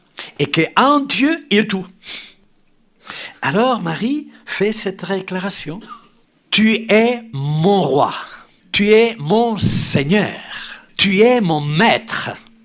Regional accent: Spain; Pour ma part, peut-être parce que je suis espagnol, je préfère cette traduction qui n'enlève rien à l'autre.

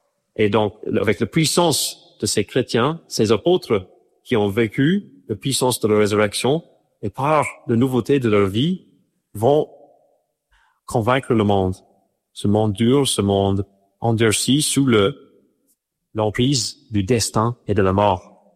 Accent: Ireland; j'ai grandi en Irlande avec une éducation chrétienne

